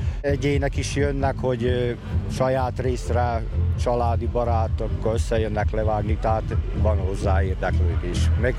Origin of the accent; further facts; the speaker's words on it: France; a francia, meg ugye Franciaországból származom.